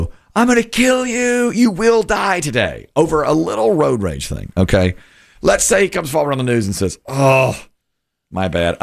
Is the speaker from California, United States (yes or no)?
no; Asheboro, North Carolina, United States; I'm from Asheboro.